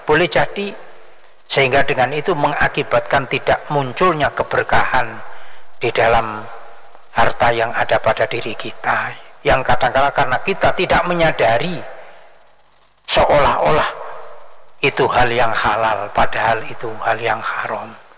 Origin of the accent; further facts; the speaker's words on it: Java, Indonesia; now in Samarinda, Indonesia; di tempat saya di Jawa sana itu, di daerah saya di Pondok Al-Ghazaliyah itu